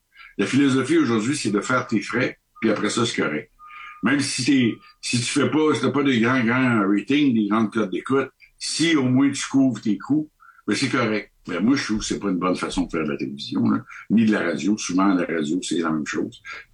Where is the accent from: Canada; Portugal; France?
Canada; moi, je suis du Canada, je suis ici passage